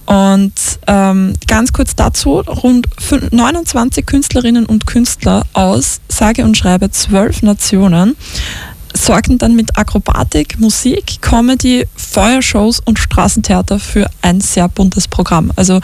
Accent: St. Pölten, Lower Austria, Austria; born or raised there

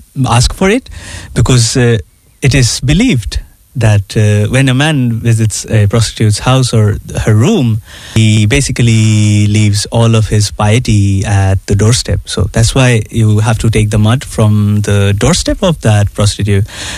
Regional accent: India; moved away

